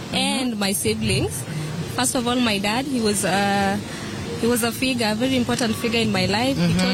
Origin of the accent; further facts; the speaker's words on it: Siaya, Siaya County, Kenya; now in Nairobi, Kenya; I'm originally from Siaya, but I come from Ngong Road.